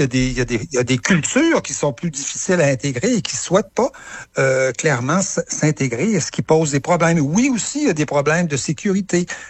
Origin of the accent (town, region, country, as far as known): Quebec, Canada; moved away as an adult; now in Paris, France